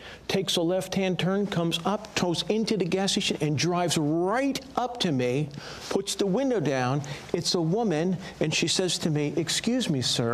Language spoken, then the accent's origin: English; Connecticut, United States; That's where I got saved when I grew up in Connecticut.